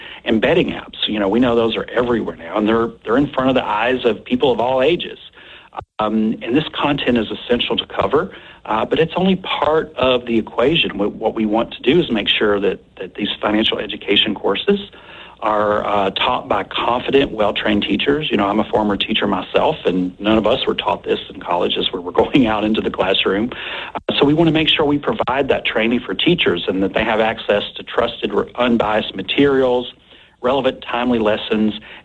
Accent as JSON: {"language": "English", "region": "Kentucky", "country": "United States", "tie": "born or raised there", "said": "I grew up in Kentucky"}